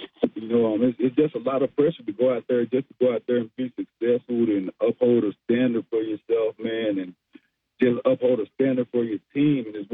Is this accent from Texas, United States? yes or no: no; Little Rock, Arkansas, United States; born or raised there